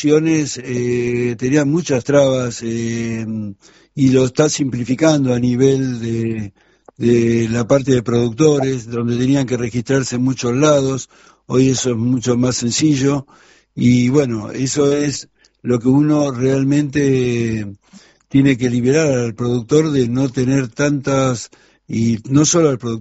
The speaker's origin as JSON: {"language": "Spanish", "country": "Argentina"}